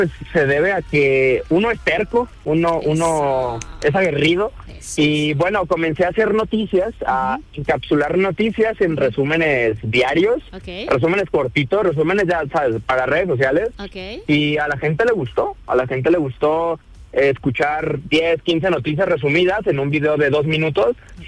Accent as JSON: {"language": "Spanish", "country": "Mexico", "said": "nosotros como mexicanos"}